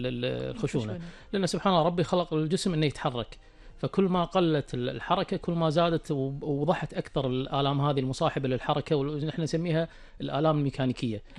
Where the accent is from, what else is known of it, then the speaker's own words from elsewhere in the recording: Kuwait; احنا عندنا بالكويت